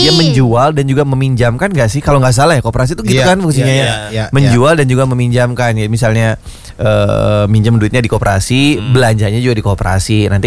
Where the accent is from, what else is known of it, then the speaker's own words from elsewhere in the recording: Depok, West Java, Indonesia; Banyak dengar kita orang Depok ini.